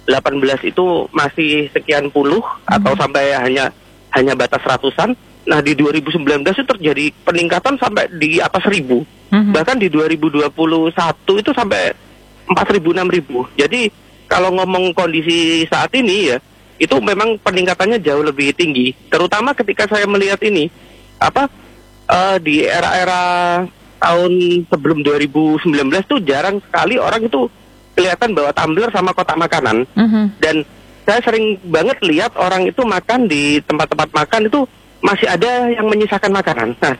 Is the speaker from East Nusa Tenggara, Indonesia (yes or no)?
no; Jember, East Java, Indonesia; Karena kenapa di kota saya di Jember ini ya